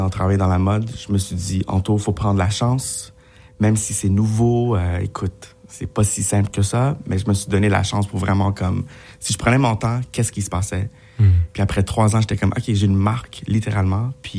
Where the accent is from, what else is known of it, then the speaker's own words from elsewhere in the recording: Montreal, Quebec, Canada; Je suis né ici.